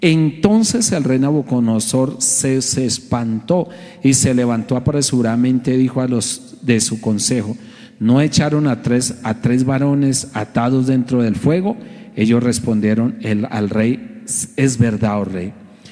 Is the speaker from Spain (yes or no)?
no; Colombia